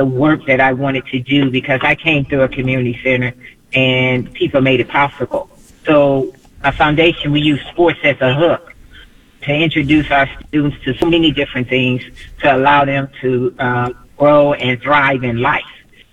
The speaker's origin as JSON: {"language": "English", "town": "East St. Louis", "region": "Illinois", "country": "United States", "tie": "born or raised there", "said": "And so now in East St. Louis, my hometown, we're on 100 acres"}